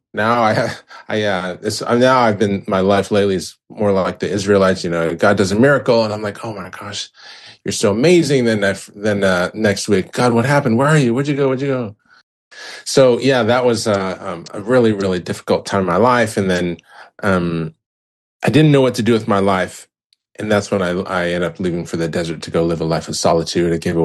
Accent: Vancouver, British Columbia, Canada; moved away; during the Vancouver Winter Olympics, my hometown

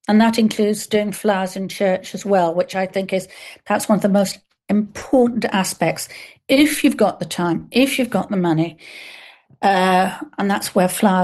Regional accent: Lake District, North West England, United Kingdom; now in London, United Kingdom; We had a big garden because I come from the Lake District.

